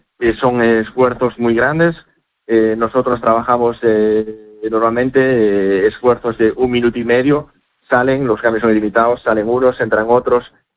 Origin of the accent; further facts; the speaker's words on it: Galicia, Spain; now in Córdoba, Spain; hay mucho gallego, yo soy de Galicia y me traigo mucho chico gallego de aquí también